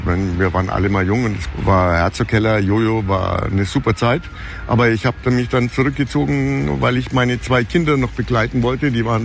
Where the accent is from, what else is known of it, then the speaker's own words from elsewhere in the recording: Bavaria, Germany; now in Bayreuth, Germany; ganz einfach als Oberfranke noch. Wir haben hier einen schönen Fleck Erde erwischt mit dem Fichtelgebirge außenrum, die Fränkische Schweiz.